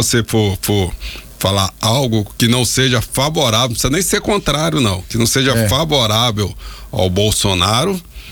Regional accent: Rio de Janeiro, Brazil; moved away; eu sou carioca. Eu sou carioca, chamado carioca da gema do ovo.

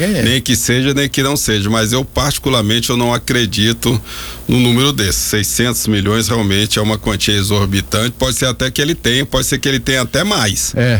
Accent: Rio de Janeiro, Brazil; eu sou carioca.

